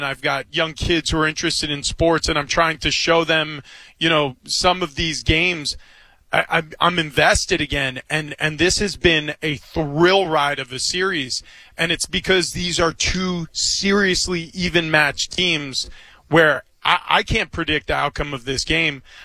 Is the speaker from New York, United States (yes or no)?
yes; New York, United States; I grew up in New York. I grew up a Knicks fan.